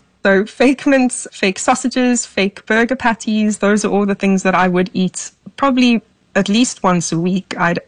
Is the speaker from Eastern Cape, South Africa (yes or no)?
yes; Port Elizabeth, Eastern Cape, South Africa; now in London, United Kingdom; I am a senior tutor and I work in London, and I'm originally from South Africa, a small city called Port Elizabeth.